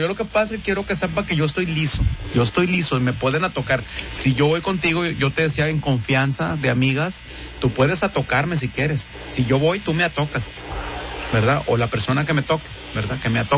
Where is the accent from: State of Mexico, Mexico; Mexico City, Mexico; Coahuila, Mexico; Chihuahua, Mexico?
Coahuila, Mexico; Saltillo; también ya en el acta, como yo vengo de Saltillo, ya tengo nombre de mujer, ¿verdad?